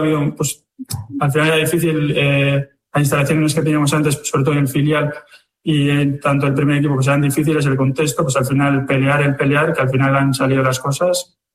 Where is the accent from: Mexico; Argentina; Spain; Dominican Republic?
Spain; Basque Country; al final somos vascos y al final yo creo que eso hace mucho